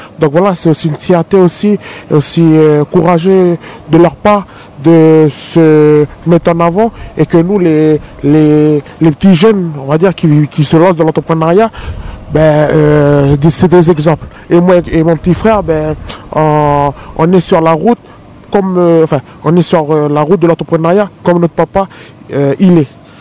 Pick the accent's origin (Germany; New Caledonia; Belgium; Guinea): New Caledonia; Lifou, Loyalty Islands Province; Je suis originaire de Dokin.